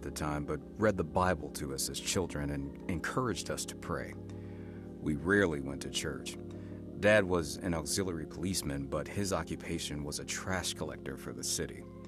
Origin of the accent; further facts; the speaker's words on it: Glen Cove, New York, United States; I was the 10th of 12 children, 9 boys and 3 girls. We grew up in Glen Cove on the north shore of Long Island.